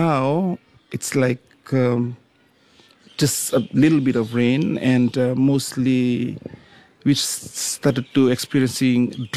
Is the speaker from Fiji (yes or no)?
yes; Waia Levu, Western Division, Fiji; actually I'm from Waia Levu village in the Tikina of Waia, and currently living in the village